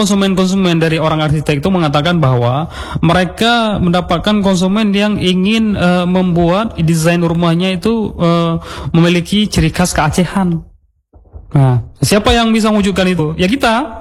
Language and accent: Indonesian; Aceh, Indonesia; Masa rumah saya enggak, saya orang Aceh, masa rumah saya enggak mirip orang Aceh gitu ya.